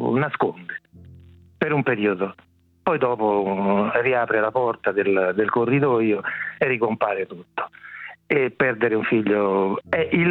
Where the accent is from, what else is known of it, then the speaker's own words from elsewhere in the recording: Rome, Lazio, Italy; Io sono di Roma, sì.